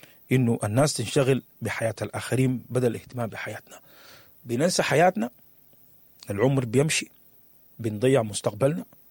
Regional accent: Sudan; بالنسبة لبلدنا السودان

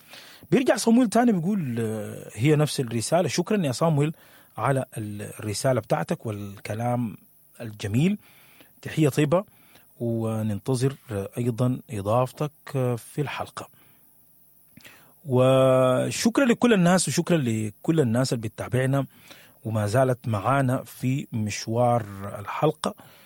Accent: Sudan; الزمن اللي احنا فيه بقى صعب علينا كسودانيين

